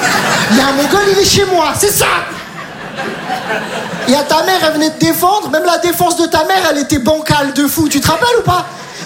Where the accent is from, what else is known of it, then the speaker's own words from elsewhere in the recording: Metz, Grand Est, France; Je viens de Metz, j'ai tout abandonné.